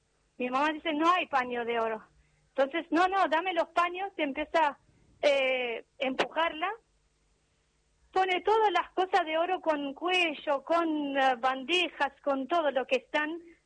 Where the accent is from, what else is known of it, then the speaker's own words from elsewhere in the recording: Armenia; now in Argentina; Yo soy armenia.